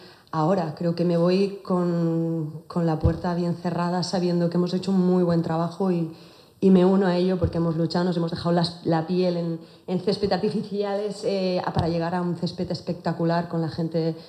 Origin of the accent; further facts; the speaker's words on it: Tenerife, Canary Islands, Spain; Soy una tinerfeña, soy una isleña, soy de Tenerife y esta es y será mi casa.